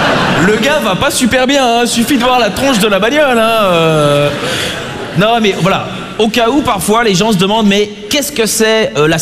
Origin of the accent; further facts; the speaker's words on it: Belgium; je viens de Belgique.